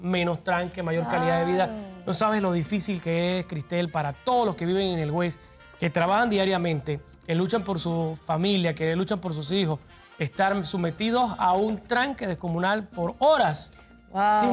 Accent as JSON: {"language": "Spanish", "country": "Panama", "said": "Nosotros como pueblo panameño podemos pagar."}